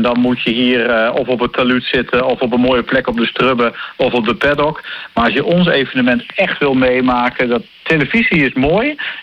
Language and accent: Dutch; Assen, Drenthe, Netherlands; Als Assenaar, als Drent.